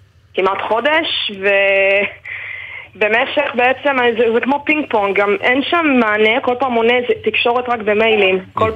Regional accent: Rishon LeZion, Central District, Israel; נכון, זה הבית של ההורים שלי, הבית שגדלתי בו.

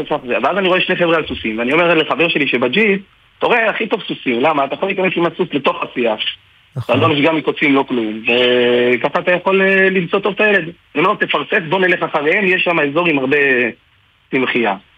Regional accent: Ashdod, Southern District, Israel; אני מאשדוד.

